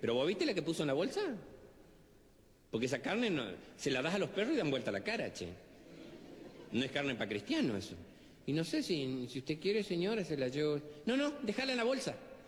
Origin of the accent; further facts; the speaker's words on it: Chaco, Argentina; Yo no sé si alguna vez les dije que soy del Chaco.